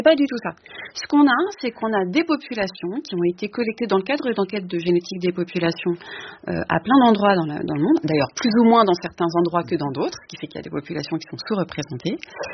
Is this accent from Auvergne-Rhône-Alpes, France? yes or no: no; Paris, Île-de-France, France; born there; je suis née à Paris, donc je vais être étiquetée parisienne, alors que j'ai une partie de ma famille qui est russe, une autre partie qui est du nord de la France.